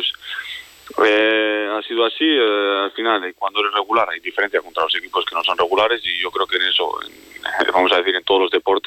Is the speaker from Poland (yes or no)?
no; Logroño, La Rioja, Spain; moved away; Yo salí de Logroño por cumplir un sueño, lo he cumplido, vamos a intentar seguir cumpliendo sueños y yo estoy muy contento.